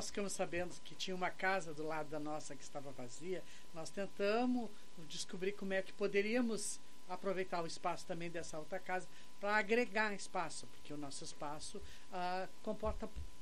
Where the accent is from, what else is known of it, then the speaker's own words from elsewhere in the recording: Pelotas, Rio Grande do Sul, Brazil; born there; eu sou pelotense de nascença, passei alguns anos viajando quase todo o país, mas foi idas e voltas, momentos e oriunda de periferia.